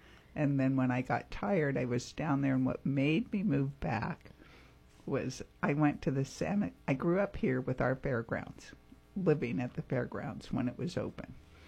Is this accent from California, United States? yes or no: yes; Grass Valley, California, United States; moved away as an adult; also born or lived in Sacramento; I first moved to Sacramento and told people I was from Grass Valley, and nobody had even heard of Grass Valley. It was that small.